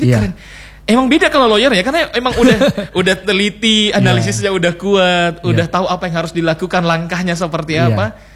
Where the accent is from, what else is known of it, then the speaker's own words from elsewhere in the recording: Sulawesi, Indonesia; Mungkin kurang cocok kalau untuk saya orang Sulawesi yang jarang saya rasa kencur.